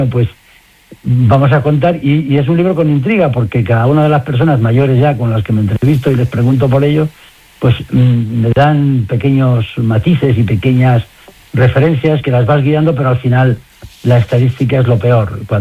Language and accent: Spanish; Frómista, Castile and León, Spain; cualquier libro que hablara de mi pueblo, cualquier cosa que encontraba que hablara de mi pueblo, me lo quedaba. Y tengo una biblioteca muy importante sobre temas de Palencia, sobre todo, y casi siempre con referencias de Fromista.